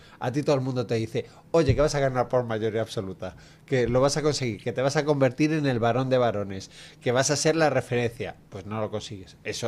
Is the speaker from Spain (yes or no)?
yes; Andalusia, Spain; en Andalucía, en mi tierra